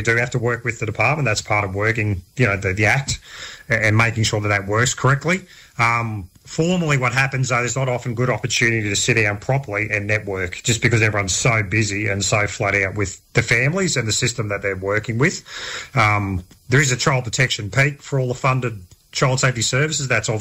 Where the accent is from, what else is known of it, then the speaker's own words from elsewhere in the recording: Hervey Bay, Queensland, Australia; also born or lived in Eidsvold; I was born in Idesvold, but we consider Hervey Bay home. That's where the family ended up settling way back in the 1920s, I think it was.